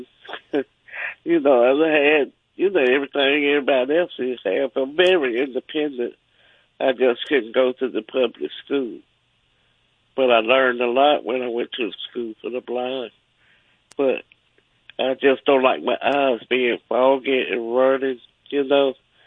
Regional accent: Birmingham, Alabama, United States; I'm from Birmingham, Alabama.

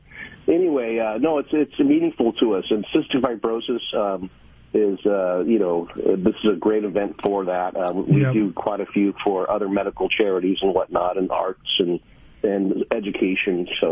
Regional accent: Wenatchee, Washington, United States; in my hometown of Wenatchee, Washington, hometown salute, Apple Capital of the World

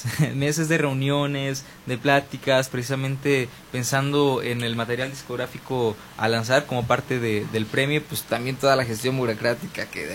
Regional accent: Tula de Allende, Hidalgo, Mexico; soy orgullosamente hidalguense, orgullosamente tulense y de Santa María y Luca.

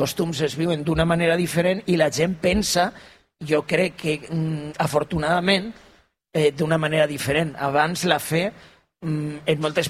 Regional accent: Figueroles, Valencian Community, Spain; jo sóc fill natural de Figueroles, encara que mon pare és d'ací de Llucena, però jo sóc fill de Figueroles

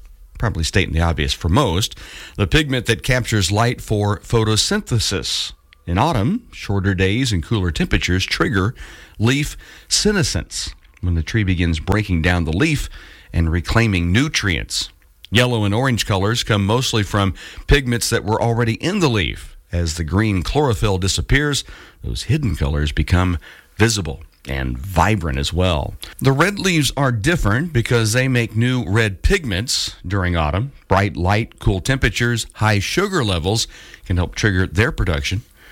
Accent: Missouri, United States; I grew up in Missouri, and forests and trees that covered up those old gravel roads would become gorgeous this time of year.

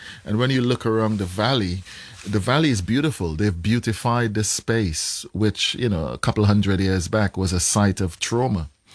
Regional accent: Trinidad & Tobago; Carnival, you know, which I grew up with in Trinidad, is a very surreal thing, you know.

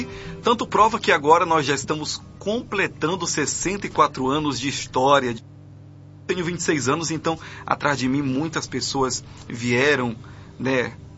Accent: Belém, Pará, Brazil; Belém do Pará.

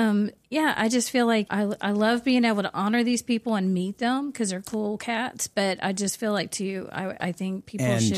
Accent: Alabama, United States; I was born and raised in Alabama, so I'm real picky about who I feel should be honored.

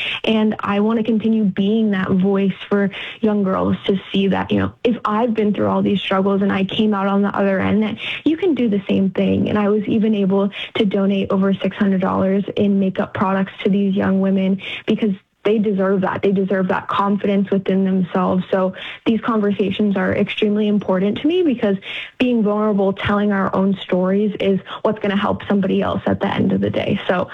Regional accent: New York, United States; I'm actually originally from New York, and I didn't grow up doing pageants.

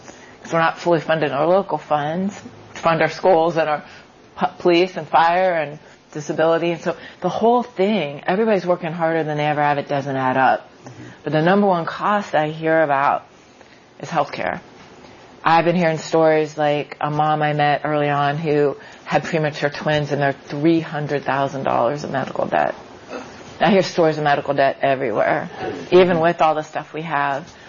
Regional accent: Youngstown, Ohio, United States; I am an Ohio girl through and through. I grew up in Youngstown, Ohio, and my grandfather came here, like a lot of folks from Europe, to escape persecution, ended up in Youngstown in the steel mills.

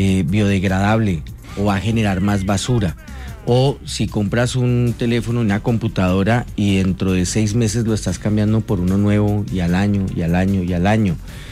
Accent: Mosquera, Cundinamarca, Colombia; also born or lived in La Vega; now in Mexico; Yo soy nacido en La Vega, Cundinamarca, pero me crié en Mosquera, Cundinamarca.

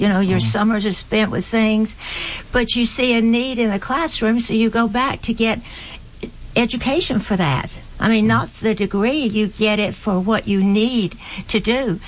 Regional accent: Tioga, Louisiana, United States; also born or lived in Shreveport; but I am originally from Tioga and Ball, Louisiana, that area, born

